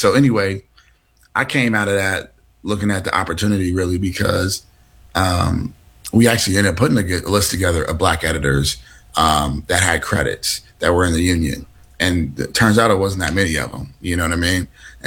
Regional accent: Oakland, California, United States; So I'm from Oakland, California.

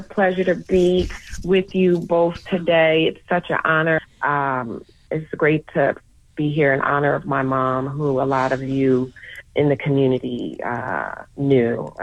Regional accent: Philadelphia, Pennsylvania, United States; moved away; I came back to my hometown of Philadelphia

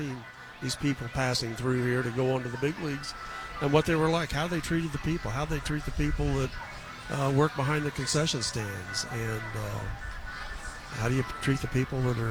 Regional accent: Elwood, Indiana, United States; I grew up in a little town called Elwood, the home of Wendell Wilkie.

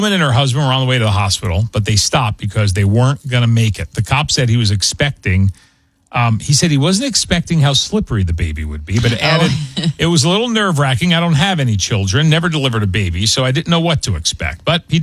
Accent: East Coast, United States; now in Detroit, United States; I told you I grew up on the East Coast.

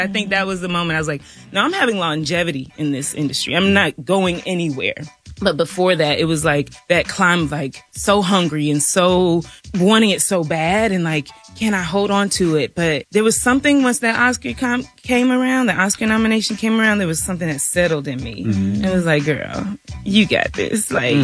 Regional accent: South Carolina, United States; I'm from South Carolina, small town. Grew up in the church. Low to mid-class family.

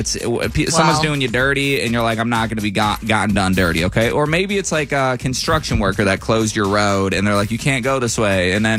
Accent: United States; Sorry, I'm Native American. It just came out.

